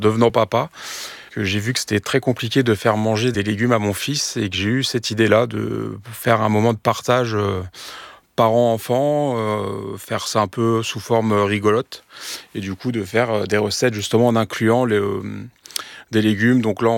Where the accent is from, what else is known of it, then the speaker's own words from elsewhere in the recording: Meaux, Île-de-France, France; je viens de Meaux, du coup on a beaucoup, une terre de betterave, on va dire.